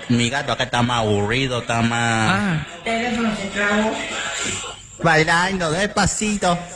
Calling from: Las Varillas, Córdoba, Argentina; de Las Varillas.

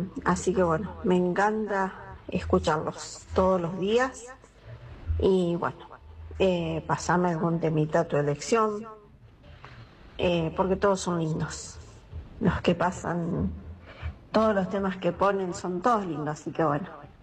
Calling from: Santa Fe, Argentina; te hablo de Chapul, Santa Fe.

